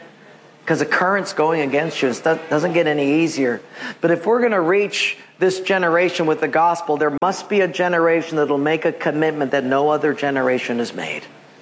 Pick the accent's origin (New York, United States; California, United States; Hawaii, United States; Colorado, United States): Hawaii, United States; Honolulu; I'm from Palolo.